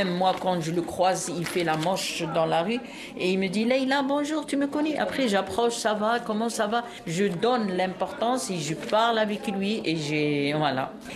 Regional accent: Algeria; French is a second language; now in France; Moi, je suis algérienne.

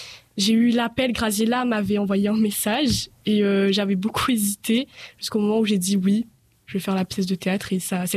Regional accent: Saint-André, France; je viens de Saint-André et je n'étais pas du tout au courant de son histoire au tout début

